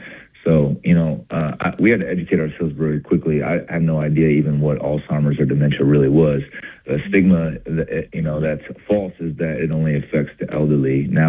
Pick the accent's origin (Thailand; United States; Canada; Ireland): United States; Iowa; now in Nashville, United States; I was in Nashville. I've been there for a couple of years. I grew up in Northeast Iowa, so he called from there.